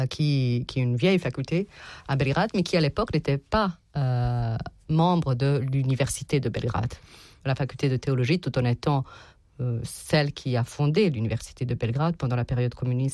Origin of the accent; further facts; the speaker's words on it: Tuzla, Federation of Bosnia and Herzegovina, Bosnia & Herzegovina; French is a second language; moved away; parce que je suis née en Bosnie, c'était encore l'ex-Yougoslavie. Et mes parents...